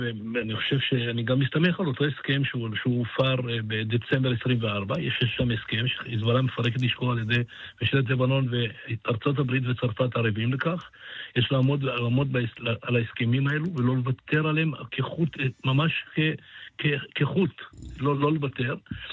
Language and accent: Hebrew; Northern Israel, Israel